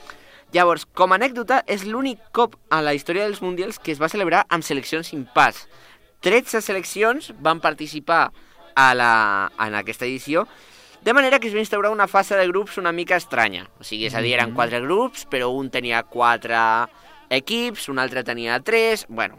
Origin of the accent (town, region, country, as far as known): Uruguay